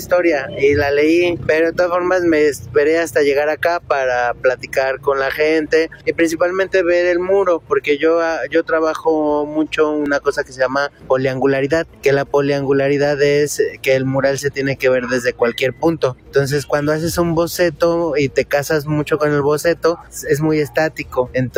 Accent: Guadalajara, Jalisco, Mexico; now in Puebla, Mexico; vengo de Puebla, soy de Guadalajara, pero ahorita vengo de Puebla.

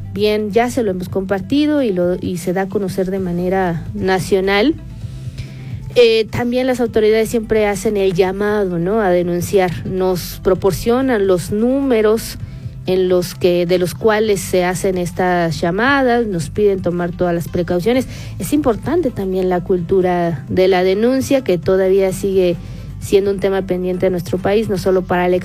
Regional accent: Mexico; y si de por sí, como mexicanos, a todo le buscamos y a todo le encontramos.

